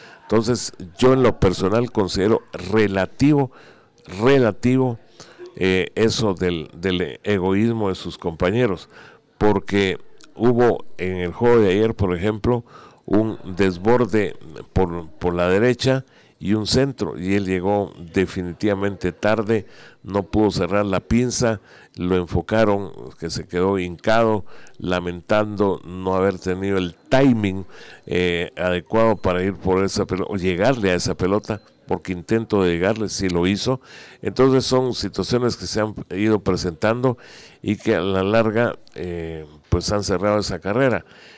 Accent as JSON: {"language": "Spanish", "country": "Portugal", "said": "parte de ella será en mi país, en Portugal"}